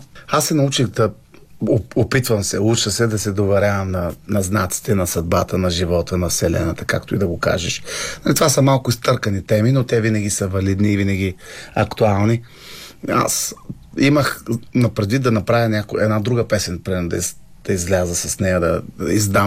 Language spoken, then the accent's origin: Bulgarian; Chirpan, Stara Zagora Province, Bulgaria; moved away as an adult; also born or lived in London / Los Angeles / Scandinavia; Особено родния ми град, който е Черпан